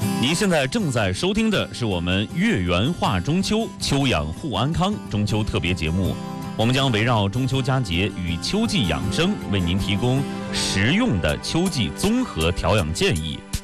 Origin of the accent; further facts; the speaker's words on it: China; 这是刻在我们中国人骨子里的仪式感